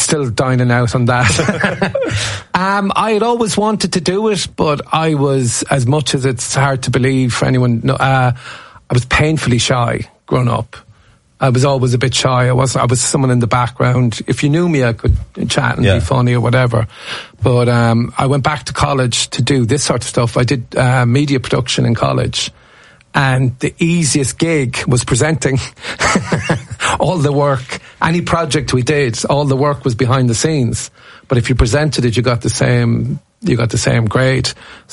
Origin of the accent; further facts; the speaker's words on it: Corbally, Munster, Ireland; I'm from Corbelier.